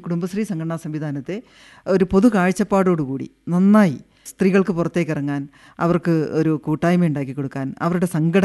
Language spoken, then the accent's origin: Malayalam; Komalikkudi, Kerala, India; വൈസൻവാലിയിൽ തന്നെ കോമാളിക്കുടി പ്രദേശത്താണ് ഞാൻ ജനിച്ചു വളർന്നത്.